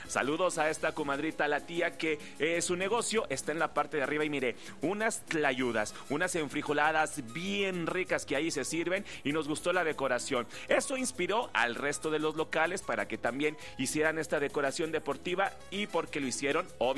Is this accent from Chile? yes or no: no; Mexico; presumir que somos mexicanos.